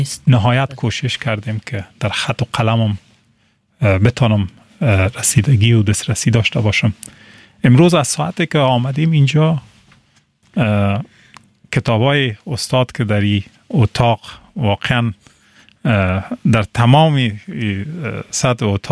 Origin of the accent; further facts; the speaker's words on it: Afghanistan; من گفتم من افغان هستم، از افغانستان هستم.